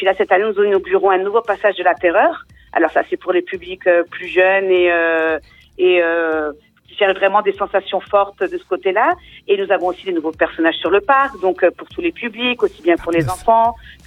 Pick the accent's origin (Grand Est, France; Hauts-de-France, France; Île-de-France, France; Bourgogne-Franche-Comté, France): Grand Est, France; Strasbourg; now in Spain; je suis de Strasbourg.